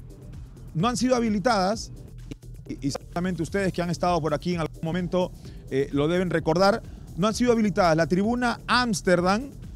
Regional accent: Peru; now in Montevideo, Uruguay; Amigo, venga, soy de Perú.

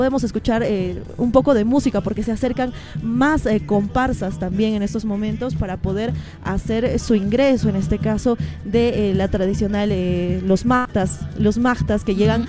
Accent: Cusco, Peru; Yo soy cusqueña, allí hace frío, pero me ha chocado bastante al momento de llegar porque aquí hace más frío todavía.

